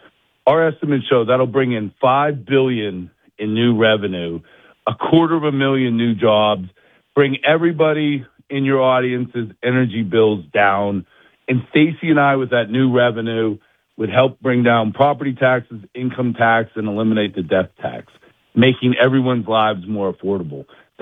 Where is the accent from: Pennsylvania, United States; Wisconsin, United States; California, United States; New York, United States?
Pennsylvania, United States; Pittsburgh; I'm from Pittsburgh.